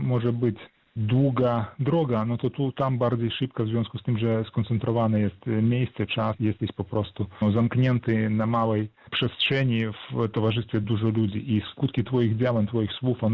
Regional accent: Grodno Region, Belarus; moved away; Jestem Polakiem z Nadniemna, tam jest moja ojczyzna, moja grodzieńszczyzna, no tam są groby moich przodków

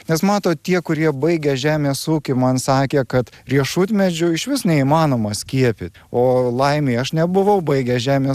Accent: Širvintos, Vilnius County, Lithuania; ir aš augau augau nedideliam miestelį Širvintose, ten buvo sodas.

